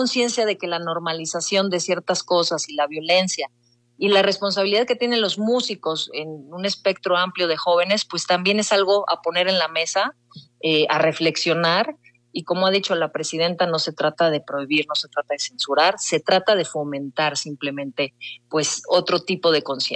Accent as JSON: {"language": "Spanish", "country": "Mexico", "said": "todo lo que somos como mexicanos"}